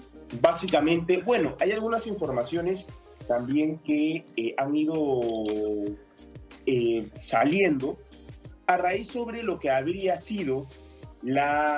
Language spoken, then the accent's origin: Spanish; Peru